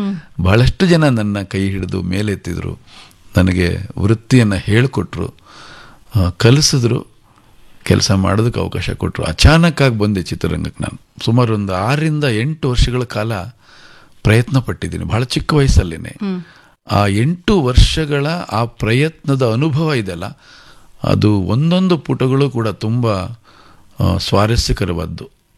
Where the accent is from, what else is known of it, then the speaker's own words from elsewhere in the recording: Bhadravati, Karnataka, India; ನನ್ನ ಊರು ಭದ್ರಾವತಿ, ತುಂಬ ಬಡತನದ ಕುಟುಂಬದಲ್ಲಿ ಹುಟ್ಟಿದವನು ನಾನು, ಬಹಳ ಸಾಧಾರಣವಾದಂಥ ಒಂದು ಕುಟುಂಬ.